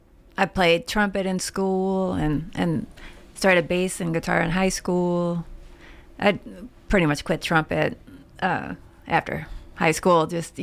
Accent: St. Louis, Missouri, United States; now in Columbia, United States; St. Louis. Right. I grew up there and went to the university here, Mizzou.

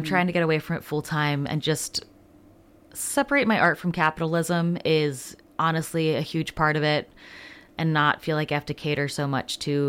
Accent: Pennsylvania, United States; also born or lived in Goshen, Indiana; now in Northern Michigan, United States; I grew up in Pennsylvania.

